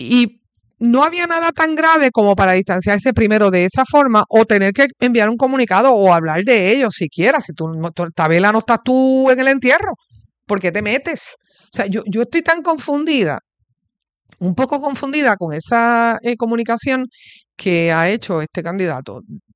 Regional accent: Puerto Rico; así que nada, como muchos puertorriqueños, me di dos copas, me cayeron mal.

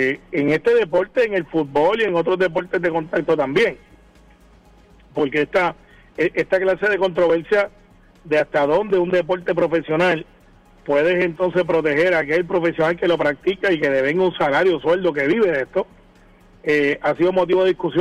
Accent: Guaynabo, Puerto Rico; Yo soy de Guaynabo

